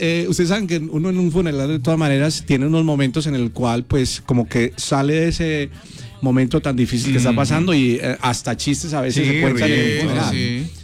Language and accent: Spanish; Medellín, Antioquia, Colombia; now in Pereira, Colombia; yo soy de Medellín. Viajé a mi casa en Medellín